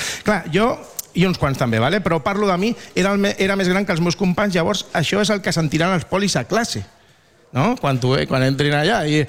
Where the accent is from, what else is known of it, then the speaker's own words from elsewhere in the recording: Barcelona, Catalonia, Spain; also born or lived in León; jo tinc una vinculació molt gran perquè ja saps que jo sóc meitat de Lleó, meitat de Barcelona